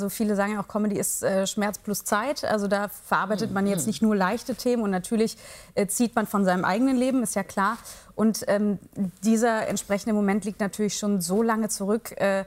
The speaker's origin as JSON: {"language": "German", "town": "Heinsberg", "region": "North Rhine-Westphalia", "country": "Germany"}